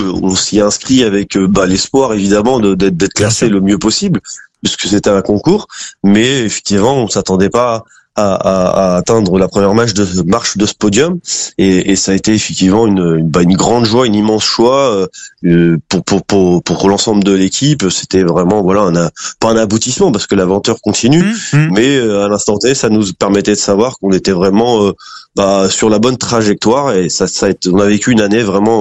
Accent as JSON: {"language": "French", "country": "France", "said": "je suis français et je suis passionné d'Italie."}